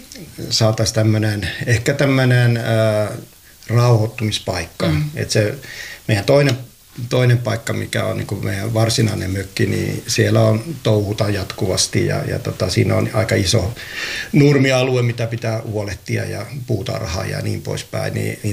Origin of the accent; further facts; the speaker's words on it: Varkaus, North Savo, Finland; now in Lahti, Finland; kun mä oon itse Savosta kotosi. Ja, että nyt vähän päästään lähemmäksi, kun asutaan Lahdessa, niin päästään vähän lähemmäksi Savotaa sitten, että Varkaudesta kotosi.